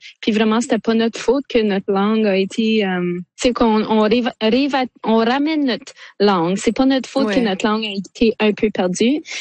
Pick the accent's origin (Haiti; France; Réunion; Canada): Canada; Sudbury, Ontario; j'ai grandi à Sudbury, puis on est toute une gang d'Obantawin qui vivent à Sudbury.